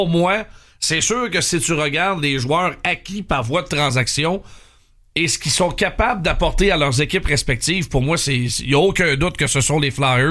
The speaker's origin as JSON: {"language": "French", "town": "Victoriaville", "region": "Quebec", "country": "Canada", "tie": "born or raised there", "moved": "yes", "said": "ça capte jusqu'à Victoriaville. Donc, c'est mon patelin."}